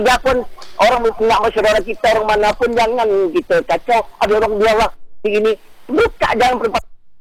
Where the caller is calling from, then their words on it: Indonesia; kita Melayu Indonesia